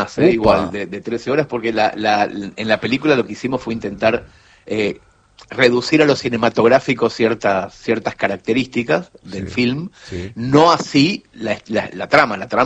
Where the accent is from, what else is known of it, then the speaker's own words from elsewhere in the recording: Mercedes, Buenos Aires Province, Argentina; moved away as an adult; now in Barcelona, Spain; yo volví de Barcelona a Mercedes para leer cuentos en mi ciudad natal